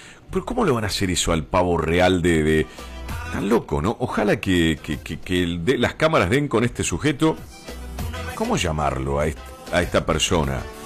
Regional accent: Curuzú Cuatiá, Corrientes, Argentina; Es nuestro Curuzú

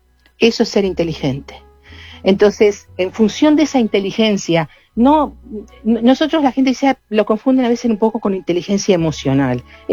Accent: San Gregorio de Polanco, Tacuarembó, Uruguay; also born or lived in Montevideo; yo nací en Montevideo y pasé mi primera infancia en Tacuarembó, en San Gregorio de Polanco.

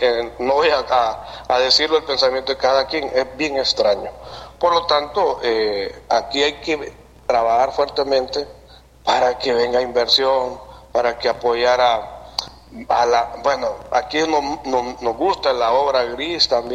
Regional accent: Siguatepeque, Comayagua, Honduras; born there; aquí es el departamento, es Siguatepeque, donde yo nací, y ahí estamos.

